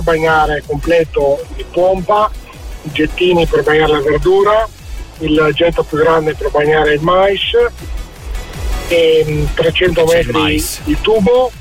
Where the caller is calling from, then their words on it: Portogruaro, Veneto, Italy; sono di Porto Gruaro